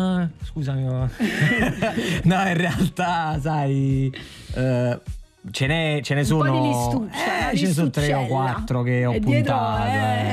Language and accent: Italian; Naples, Campania, Italy; proprio perché sono napoletano